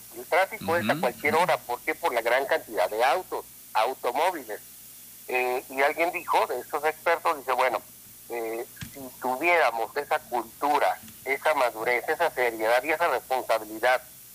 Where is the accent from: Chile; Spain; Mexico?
Mexico; los mexicanos nos catalogan por romper todas las reglas